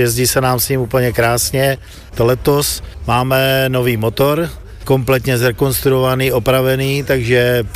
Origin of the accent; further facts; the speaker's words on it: Kutná Hora, Central Bohemian Region, Czechia; a som z Kutné Hory.